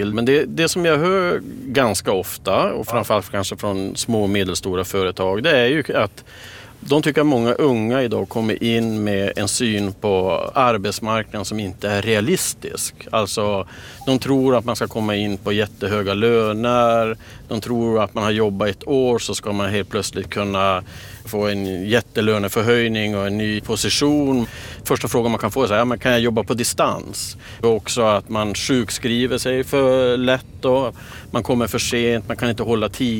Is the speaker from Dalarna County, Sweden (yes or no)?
no; Kiruna, Norrbotten County, Sweden; Jag är ju född och uppvuxen i Kiruna.